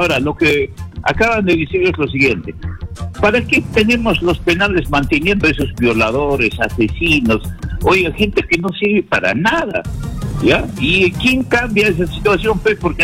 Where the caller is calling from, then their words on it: Tacna, Peru; de Tacna.